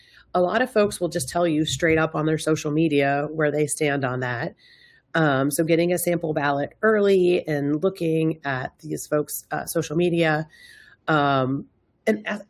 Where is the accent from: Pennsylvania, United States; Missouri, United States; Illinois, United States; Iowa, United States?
Iowa, United States; Well, I'm from Iowa, and there is a town called Nevada.